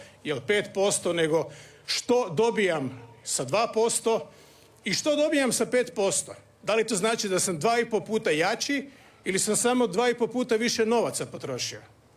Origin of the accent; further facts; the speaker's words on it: Croatia; Ja sam predsjednik Hrvatske, ja sam Hrvat